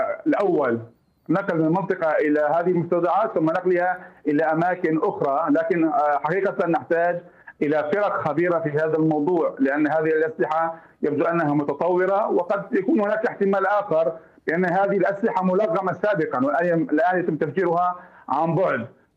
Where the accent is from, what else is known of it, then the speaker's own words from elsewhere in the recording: Syria; نحن كشعب سوري